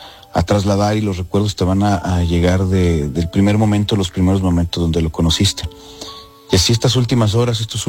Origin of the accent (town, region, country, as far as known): Aguascalientes, Mexico; born there